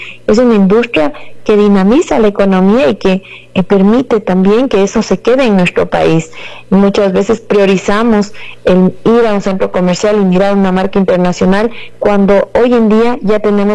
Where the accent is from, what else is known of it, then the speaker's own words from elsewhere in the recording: Ecuador; nos falta como ecuatorianos creer más en lo nuestro.